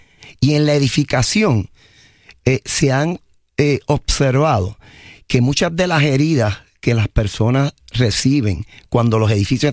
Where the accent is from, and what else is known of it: Puerto Rico